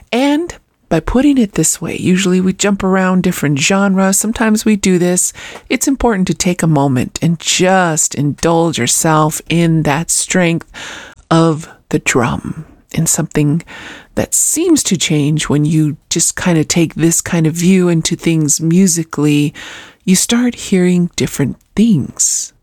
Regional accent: Isleta Pueblo, New Mexico, United States; from Sherwibdoy, aka Isleta Pueblo, one of our most southern pueblos here in central New Mexico.

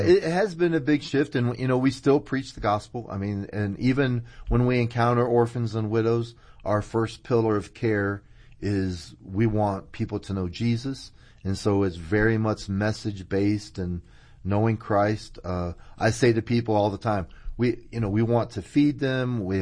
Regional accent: Tampa, Florida, United States; I was raised in Tampa.

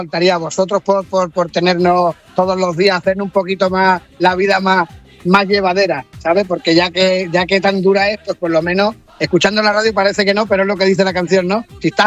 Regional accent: Mataró, Catalonia, Spain; Pues mira, soy de Mataró, de Barcelona.

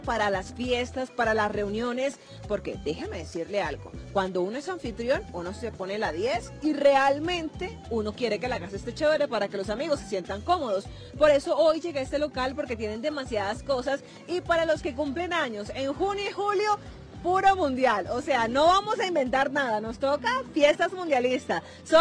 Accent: Caribbean coast, Colombia; now in Bogotá, Colombia; Yo como soy costeña

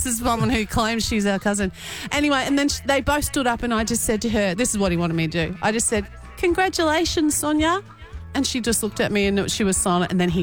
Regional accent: Toowoomba, Queensland, Australia; moved away; There was literally a proposal in my hometown in Toowoomba.

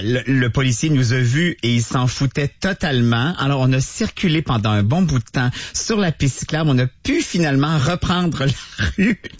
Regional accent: Quebec, Canada; Momo, un Marocain super sympathique, qui à mon accent m'avait reconnu comme Canadien.

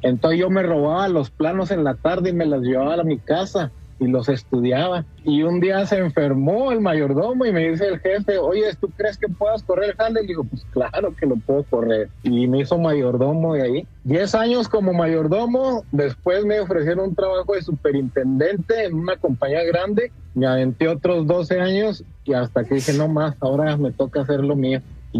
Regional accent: Ciudad Juárez, Chihuahua, Mexico; Soy de Ciudad Juárez, Chihuahua.

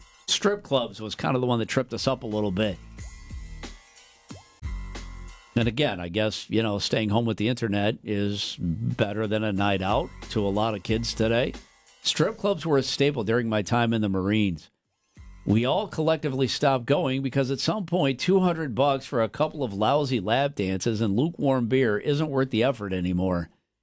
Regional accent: Illinois, United States; where I grew up in Central Illinois.

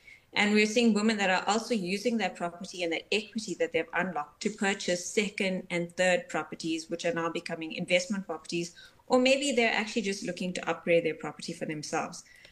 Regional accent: South Africa; I think back on my personal experience as a young female growing up in South Africa.

